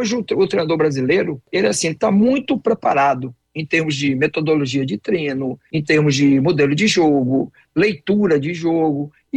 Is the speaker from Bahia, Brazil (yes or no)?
yes; Salvador, Bahia, Brazil; eu nesse momento eu estou em Salvador, né? Que é a minha cidade natal, é a minha base, né?